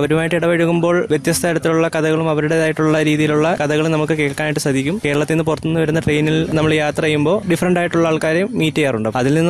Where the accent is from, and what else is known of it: Kollam, Kerala, India